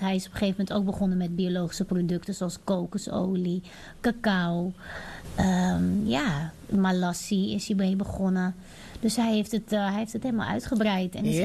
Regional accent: Paramaribo, Suriname; Ja, in Paramaribo.

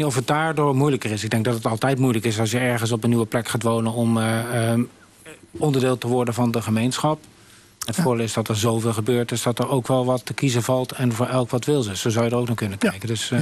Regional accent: Son en Breugel, North Brabant, Netherlands; also born or lived in Eindhoven; Ik ben hier echt opgegroeid in Zonnebreugel. Dus ik woon hier nu 56 jaar. Ik ben geboren in Eindsel.

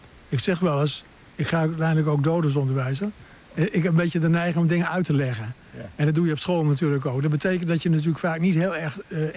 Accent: Groningen, Netherlands; moved away as an adult; also born or lived in Wapenveld; Ik kom uit Groningen.

